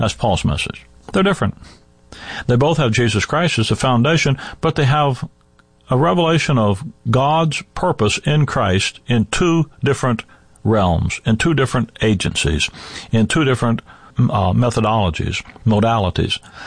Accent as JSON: {"language": "English", "town": "Mobile", "region": "Alabama", "country": "United States", "tie": "born or raised there", "lives_now": "Chicago, United States", "said": "I'm born and raised in Alabama. Mobile, Alabama, way down at the bottom of Alabama where the next step is to get wet in the ocean, in the Gulf of Mexico."}